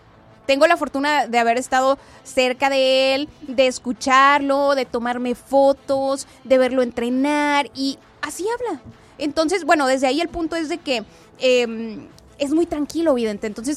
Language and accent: Spanish; Mexico; Bueno, doble moral somos los mexicanos, pero digamos que somos exigentes, queremos resultados y ahí está.